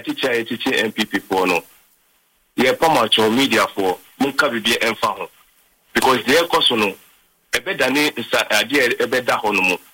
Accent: Medina, Greater Accra, Ghana; Because I'm from Medina.

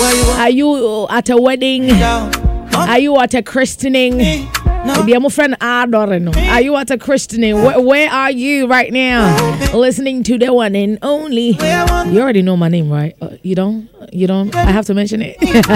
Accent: Ghana; in Ghana here, we don't follow restrictions.

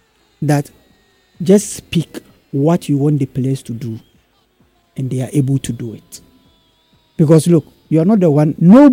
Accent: Ghana

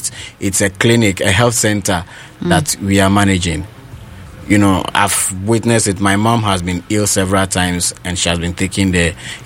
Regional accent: Wulensi district, Northern Region, Ghana; So I come from Lungi, a small community under the Wulensi district

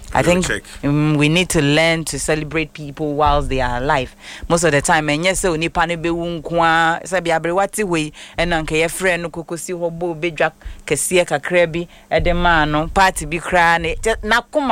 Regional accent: Ghana; When I nanka Nigeria, I am from Ghana.

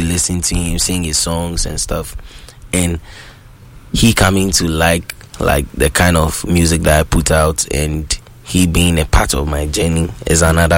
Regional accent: Accra, Greater Accra, Ghana; my hometown, Jamestown.

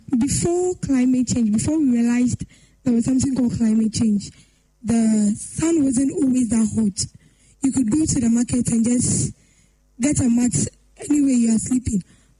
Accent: Upper West, Ghana; We are from the Upper West region.

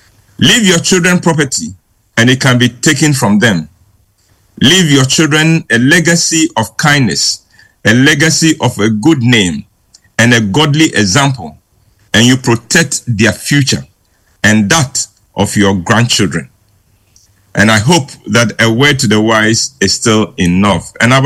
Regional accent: Kumasi, Ashanti, Ghana; Well, I grew up in Kumasi in the 50s and 60s when there were real rich men around.

